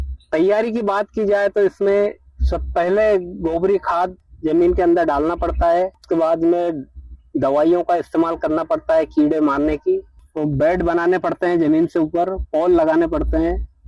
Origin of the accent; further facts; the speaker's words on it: Ujjain district, Madhya Pradesh, India; उज्जैन जिले का निवासी हूँ, ग्राम ताजपुर में मेरी खेती है और मैं एक छोटा सा किसान हूँ।